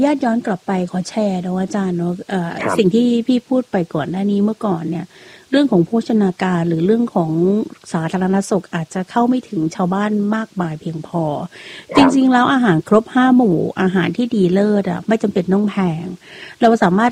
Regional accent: Isan, Thailand; สมัยเป็นเด็กเนี่ยพี่เป็นคนต่างจังหวัดโน้เป็นคนอีสาน

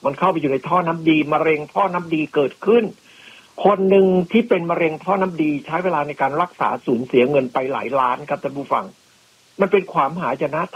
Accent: Isan, Thailand; ผมเป็นคนอีสาน

